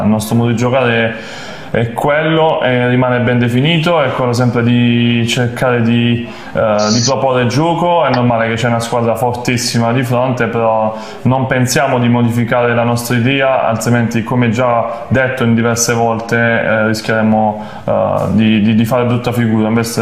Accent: Taranto, Apulia, Italy; born there; essendo io nato a Taranto

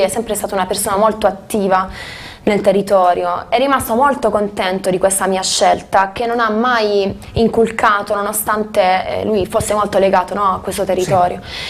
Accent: Crispiano, Apulia, Italy; moved away as an adult; also born or lived in Milan; Neanche a Taranto città, io amo molto il mio paese, lo vivo molto bene

